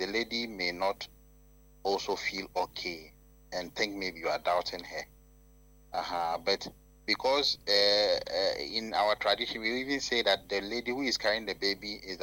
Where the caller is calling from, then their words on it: Kumasi, Ashanti, Ghana; from KNUST.